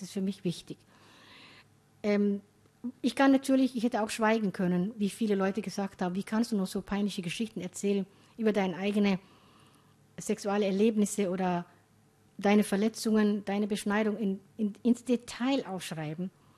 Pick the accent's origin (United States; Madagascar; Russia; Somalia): Somalia; Ich bin eine gebürtige Somalierin, alle Somalis sind Muslime, wir sind Sunniten. Ich bin mit der Religion aufgewachsen, die jeder anwenden konnte, wie er wollte.